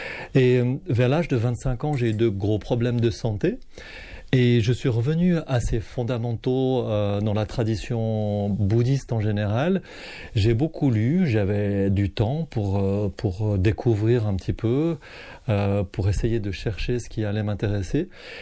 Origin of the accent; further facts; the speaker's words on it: Fribourg, Switzerland; born there; also born or lived in Geneva; Donc je suis né effectivement en Suisse. Suisse, dans la région de Fribourg. Donc je suis né à Fribourg et ensuite j'ai vécu pas mal de temps à Genève.